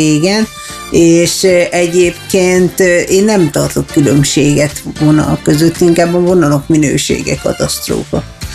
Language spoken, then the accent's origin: Hungarian; Debrecen, Hajdú-Bihar, Hungary; én debreceni vagyok